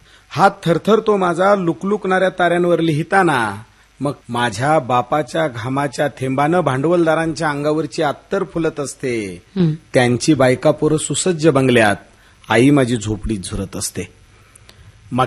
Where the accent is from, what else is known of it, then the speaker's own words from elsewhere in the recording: Solapur, Maharashtra, India; मी सांगितलं महाराष्ट्रातून आलो. त्यानंतर त्यांनी मला असं सांगितलं की महाराष्ट्रातून कुठून आलास विचारलं. त्यावेळेस मी सांगितलं सोलापुरातून.